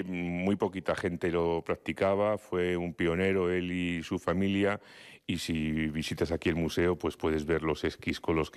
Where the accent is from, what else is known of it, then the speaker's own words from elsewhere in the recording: Community of Madrid, Spain; ahí en el puerto es donde hemos aprendido todos los madrileños.